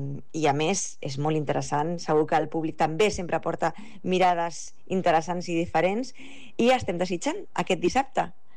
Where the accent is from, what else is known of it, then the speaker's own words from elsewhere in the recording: Premià de Mar, Catalonia, Spain; Premià de Mar és el meu poble, però la meva segona casa és el Prat.